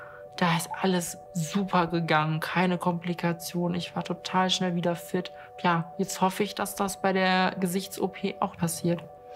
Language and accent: German; Cologne, North Rhine-Westphalia, Germany; 28 Jahre alt, ich komme aus Köln, bin gelernte Informatikkauffrau und bin eine Transfrau